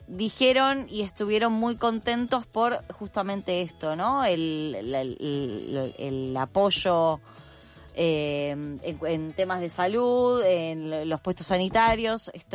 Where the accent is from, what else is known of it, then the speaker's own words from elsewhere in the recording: Buenos Aires, Argentina; cosas que pasan mientras somos porteños.